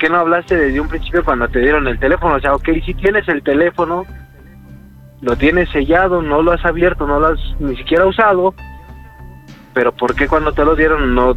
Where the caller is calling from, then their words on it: Zumpango, State of Mexico, Mexico; Sí, soy de Zumpango.